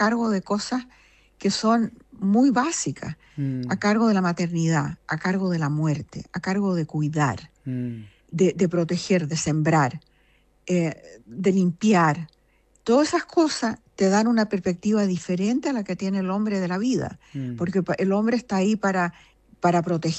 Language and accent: Spanish; Chile; moved away; He vivido la mayor parte de mi vida, casi toda mi vida afuera, muy poco tiempo en Chile. Pero me siento chilena y amo Chile